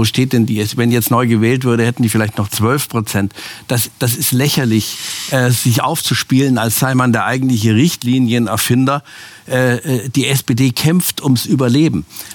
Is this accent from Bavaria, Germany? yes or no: yes; Munich, Bavaria, Germany; Da, wo ich herkomme in München, kostet das kleinste Reihenhäuschen schon 1,5 bis 2 Millionen.